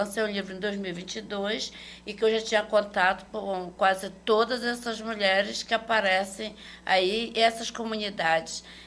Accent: Belém, Pará, Brazil; Eu sou de Coraci

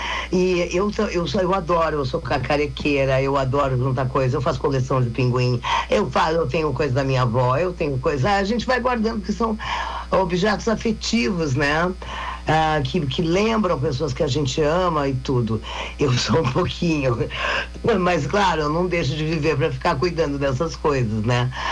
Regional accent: Rio Grande do Sul, Brazil; now in São Paulo, Brazil; nós somos gaúchos, ele veio para o Rio, eu fui morar em São Paulo

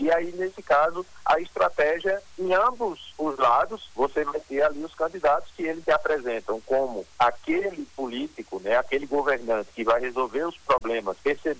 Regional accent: Northeast Region, Brazil; accent: nordestino; você deve ter notado pelo meu sotaque, eu sou nordestino

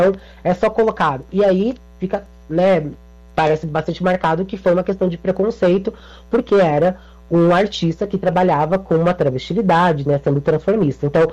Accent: Rio Grande do Sul, Brazil; Eu sou gaúcho.

